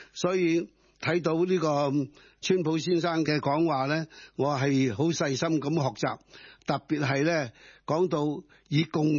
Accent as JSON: {"language": "Cantonese", "country": "China", "said": "只可以我哋中国人高兴一下。"}